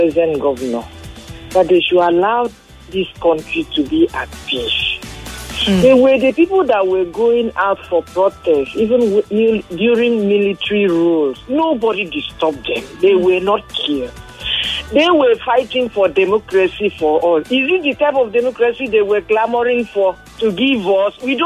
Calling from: Ikorodu, Lagos, Nigeria; I'm calling you from Ikorodu.

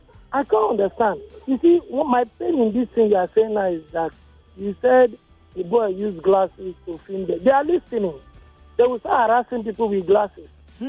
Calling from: Nigeria; I'm calling from Morile in Sarigom.

